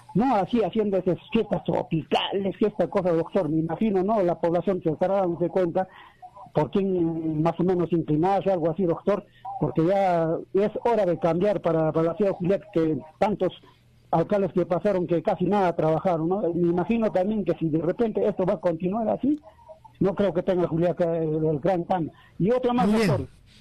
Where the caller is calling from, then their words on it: Juliaca, Puno, Peru; de acá de Juliaca.